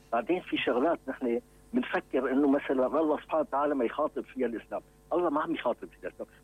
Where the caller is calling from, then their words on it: Syrian coast, Syria; يعني أنا بتعرف من الساحل